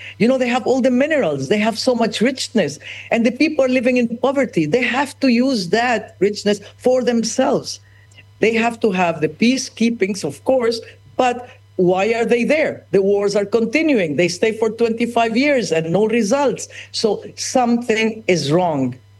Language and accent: English; Ecuador; English is a second language; I was raised in Ecuador that Peru is my enemy. That as a child, I went to school, that Peru was our enemy that took half of our land